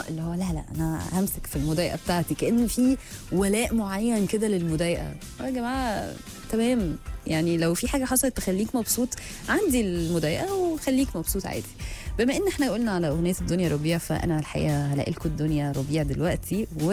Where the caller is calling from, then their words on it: Alexandria, Alexandria Governorate, Egypt; من اسكندريه